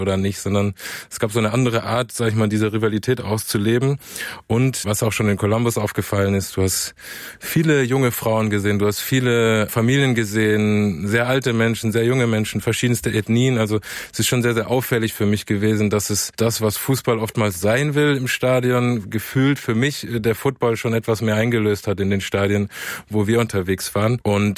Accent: Pforzheim, Baden-Württemberg, Germany; also ich komme aus Pforzheim.

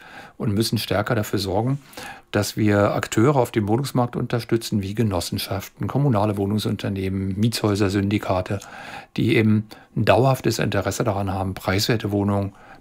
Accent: Berlin, Germany; ich bin ja wirklich in Berlin aufgewachsen, ist meine Heimat. Ich war zwischendurch 10 Jahre weg, bin dann nie wieder zurückgekommen.

